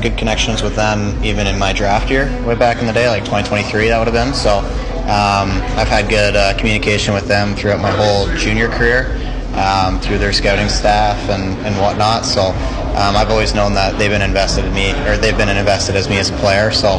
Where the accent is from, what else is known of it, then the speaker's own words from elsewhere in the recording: Simcoe, Ontario, Canada; Yeah, well, I grew up in Simcoe, so that's like a small town, 30 minutes south of Brantford.